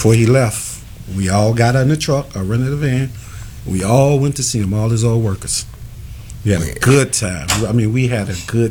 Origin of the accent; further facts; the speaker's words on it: Chicago, Illinois, United States; We're from Jackson and Casey.